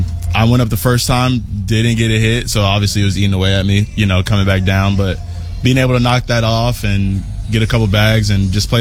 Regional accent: Atlanta, Georgia, United States; But we're from Atlanta, so we grew up watching Chipper Jones and the success he had

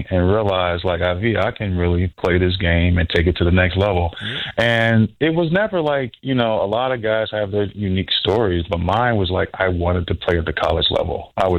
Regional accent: Chicago, Illinois, United States; Grew up on the East Side, 83rd and Exits. Like, that's the neighborhood that I grew up

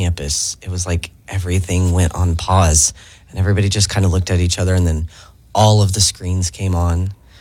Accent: Midwest, United States; Midwest, we don't really think about there being, you know, crazy things happening.

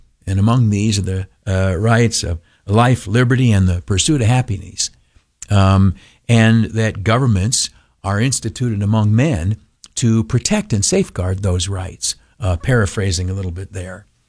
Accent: United States

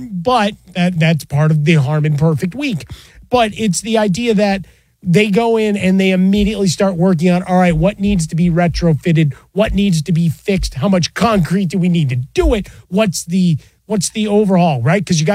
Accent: Chicago, Illinois, United States; I'm a Southside Chicago guy

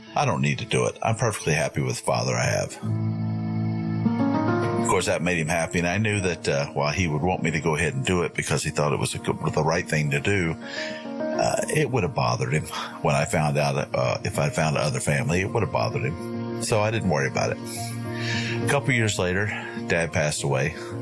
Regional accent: Concord, North Carolina, United States; And I was raised in Concord, North Carolina, which is in Cabarrus County in the beautiful heart of North Carolina in the Piedmont region.

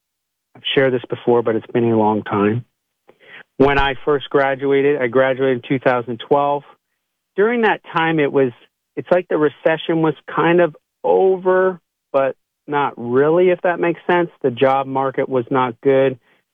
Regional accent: Canada; moved away as an adult; I'm originally from Canada.

